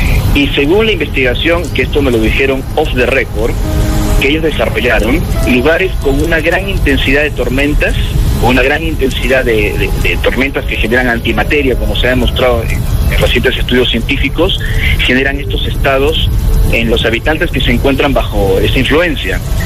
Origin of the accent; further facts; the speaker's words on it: Peru; now in Argentina; tanto en Argentina como en mi país de origen, en el Perú.